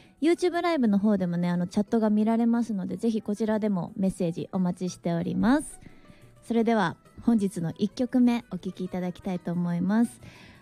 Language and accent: Japanese; Nagano, Japan; 私の地元長野県の温泉を紹介しておりますので、